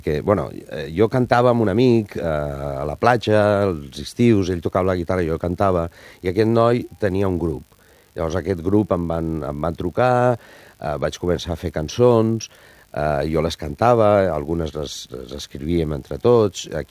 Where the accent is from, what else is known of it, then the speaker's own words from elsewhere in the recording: Alcoy, Valencian Community, Spain; unes titelles que es fan al meu poble, al Coi